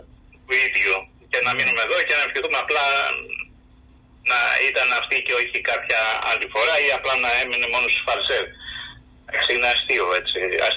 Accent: Xanthi, Eastern Macedonia and Thrace, Greece; στον Εχίνο, στην πατρίδα μου εκεί στην Ξάνθη.

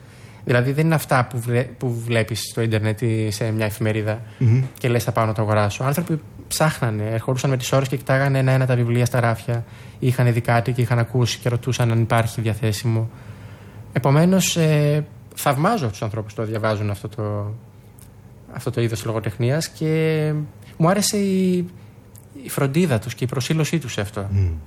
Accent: Andros, South Aegean, Greece; το νησί μου, από την Άνδρο

